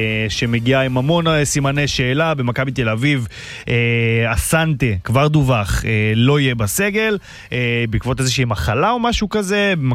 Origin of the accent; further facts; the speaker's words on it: Hukok, Northern District, Israel; אנחנו הרי תושבי פריפריה, כל החיים גרים פה במועצה.